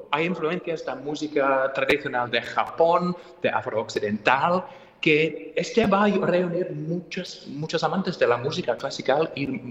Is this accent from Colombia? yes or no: no; England, United Kingdom; Spanish is a second language; now in Spain; Yo soy de Inglaterra, pero me siento muchísimo mejor como español adoptado, ¿vale?